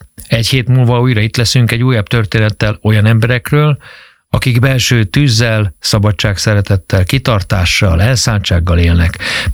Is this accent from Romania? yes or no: no; Hungary; magyarként.